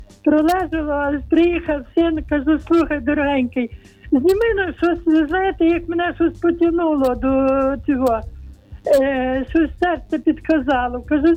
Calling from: Rivne Oblast, Ukraine; Я з Рівненщини.

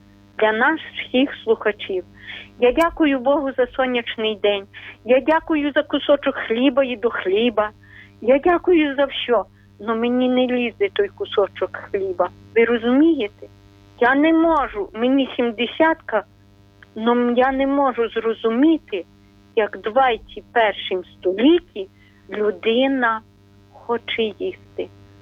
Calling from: Ternopil Oblast, Ukraine; Тернопільщина, ми з України.

